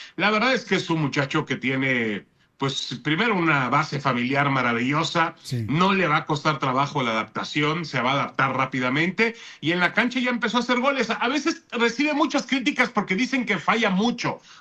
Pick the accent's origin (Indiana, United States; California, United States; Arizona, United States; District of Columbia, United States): California, United States; Newport Beach; No, porque yo ahí vivía. Ahí era, yo soy nativo de ahí. Newport Beach.